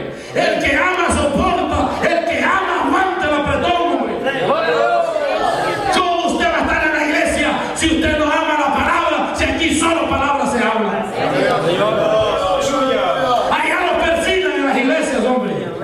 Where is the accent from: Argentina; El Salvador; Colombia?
El Salvador; accent: Salvadoran